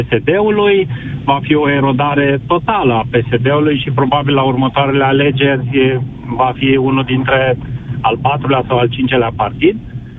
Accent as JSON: {"language": "Romanian", "country": "Romania", "said": "așa suntem români întotdeauna."}